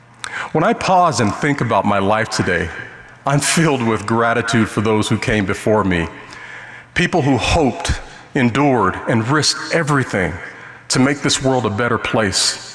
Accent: Las Vegas, Nevada, United States; Growing up in Las Vegas, I was surrounded by negative influences.

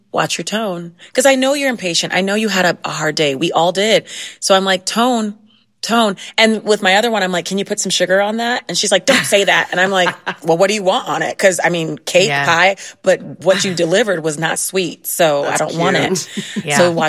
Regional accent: Ohio, United States

